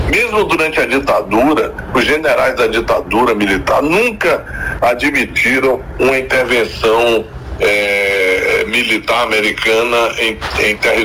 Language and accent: Portuguese; Brazil